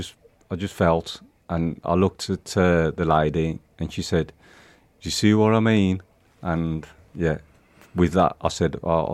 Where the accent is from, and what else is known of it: Tipton, West Midlands, United Kingdom; born there; also born or lived in Warsaw / Dudley Port / Great Bridge / Lye